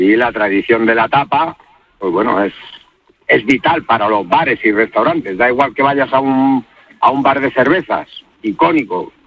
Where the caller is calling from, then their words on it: Granada, Andalusia, Spain; vivo no en el centro, sino un poco a las afueras de Granada, en un barrio mítico también, que es muy muy famoso por las tapas, se llama La Chana